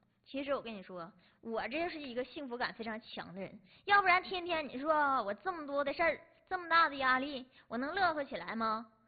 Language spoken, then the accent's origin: Chinese; Northeast China, China; 咱是东北人嘛，对不对？